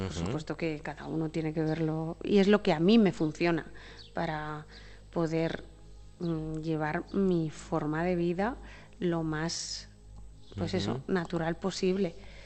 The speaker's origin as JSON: {"language": "Spanish", "town": "Monzón", "region": "Aragon", "country": "Spain", "tie": "born or raised there", "said": "En Monzón siempre me he sentido muy, muy, muy valorada, muy querida. Siempre desde niña he sentido que me han arropado y me han acompañado. He sido pregonera en Monzón. Fui montisonense del año con 9 años"}